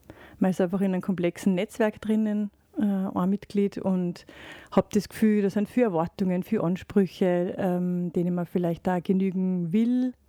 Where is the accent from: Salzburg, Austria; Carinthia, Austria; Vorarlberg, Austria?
Salzburg, Austria; moved away as an adult; Also ich bin ursprünglich aus dem Pinzgau, aber jetzt schon seit 2013 in Salzburg und denke, es ist schon ein bisschen abgemildert, ein bisschen abgeflacht und hoffe, dass ich gut zu verstehen bin.